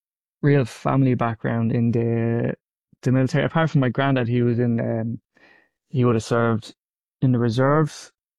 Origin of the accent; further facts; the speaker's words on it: Ireland; I'm from Naas, County Clare in the Republic of Ireland.